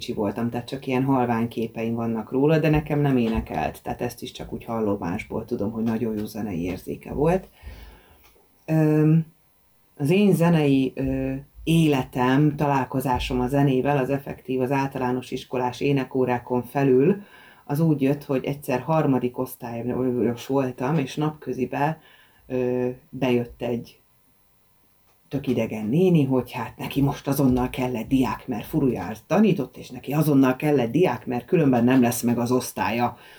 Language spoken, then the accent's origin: Hungarian; Budapest, Hungary; én tőzsgyökeres pesti lány vagyok. Ahogy ezt így mondani lehet, én Soroksáron születtem. Szüleim is pestiek egyébként.